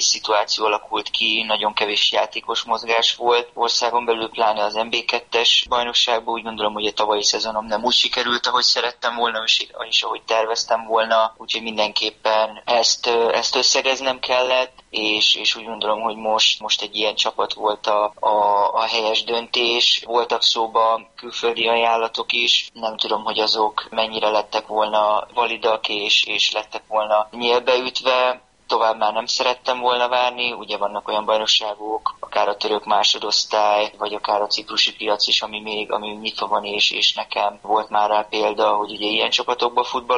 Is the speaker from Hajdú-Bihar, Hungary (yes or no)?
no; Karcag, Jász-Nagykun-Szolnok, Hungary; pályára léphettem Karcagon. Nagyon különleges érzés volt újra a szülővárosomba játszani.